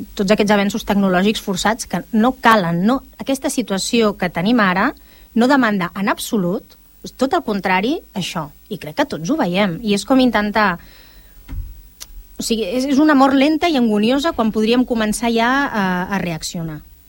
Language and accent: Catalan; El Prat de Llobregat, Catalonia, Spain